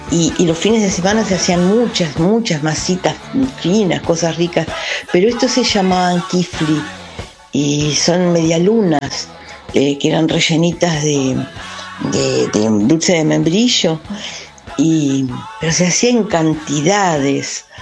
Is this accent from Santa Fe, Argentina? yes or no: no; Mar del Plata, Buenos Aires Province, Argentina; buen día para todos. … de Mar del Plata.